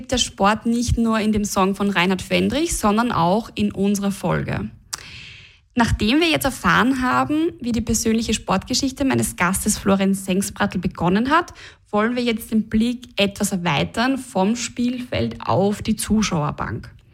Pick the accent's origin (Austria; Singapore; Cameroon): Austria; wir alle identifizieren uns irgendwie als Österreicher oder Österreicherinnen